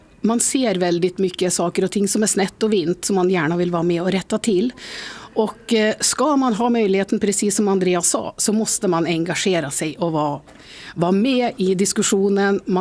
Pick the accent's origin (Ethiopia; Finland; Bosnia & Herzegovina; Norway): Norway; Trondheim, Trøndelag; moved away as an adult; now in Östersund, Sweden; Jag har bott här i Torvalla nu i snart 26 år. Jag är född och uppväxt i Trondheim i Norge.